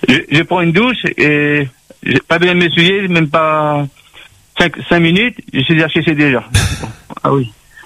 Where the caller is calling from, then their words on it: Orléans, Centre-Val de Loire, France; Je téléphone d'Orléans.